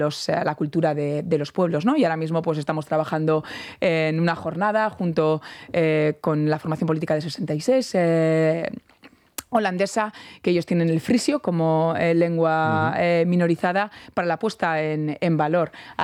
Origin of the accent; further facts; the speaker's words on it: Basque Country, Spain; Y es lo que defendemos como pueblo vasco.